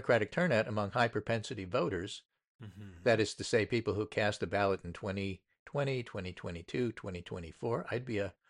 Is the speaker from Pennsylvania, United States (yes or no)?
no; Iowa, United States; if the environment is this bad in my home state, Iowa, where Trump has been the most popular political figure for the last decade